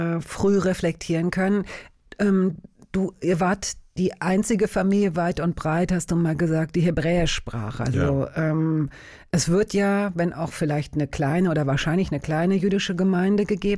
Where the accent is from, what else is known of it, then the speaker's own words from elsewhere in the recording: Hanover, Lower Saxony, Germany; moved away; ich komme aus Hannover